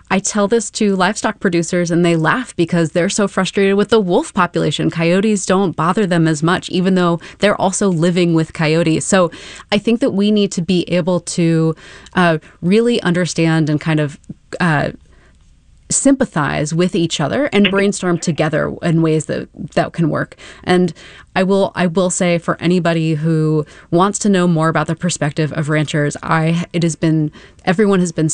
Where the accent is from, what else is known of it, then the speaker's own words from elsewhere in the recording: San Francisco, California, United States; I know I am from San Francisco.